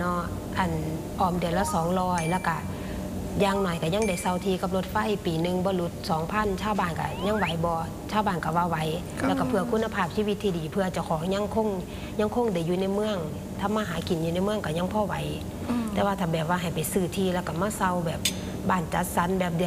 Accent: Khon Kaen, Thailand; born there; เป็นคนในเมืองขอนแก่นแล้วก็เกิดอยู่ในเมืองทำมาหากินในเมือง

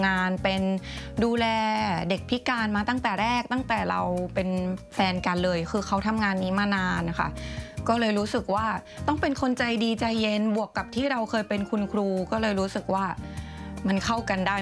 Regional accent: Isan, Thailand

